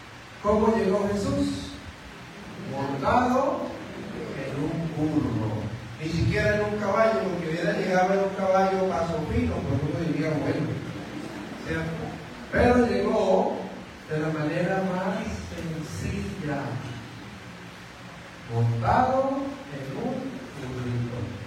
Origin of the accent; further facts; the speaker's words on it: Colombia; moved away; En mi país, Colombia